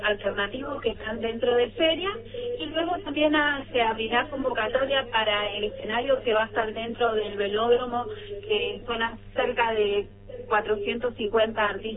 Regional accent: San Juan, Argentina; nosotros los sanjuaninos

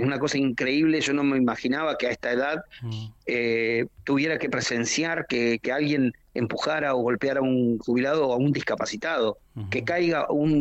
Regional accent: Santa Cruz, Argentina; now in Buenos Aires, Argentina; soy de Gobernador Gregores

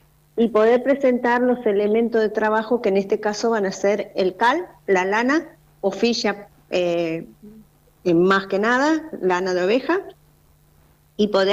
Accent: Argentina; somos de Carmen de Patagones y de Viedma. Es una agrupación mapuche

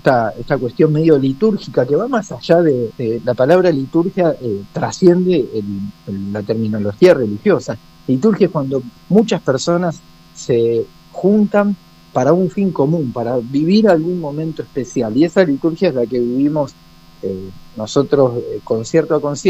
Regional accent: Rosario, Santa Fe, Argentina; born there; also born or lived in United States; now in Viedma, Argentina; Originalmente en Rosario, luego estuve un tiempo en Estados Unidos y después ahora vivo en Viedma.

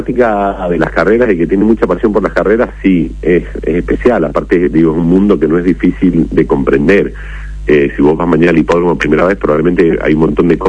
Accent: Mendoza, Argentina; nosotros que somos mendocinos

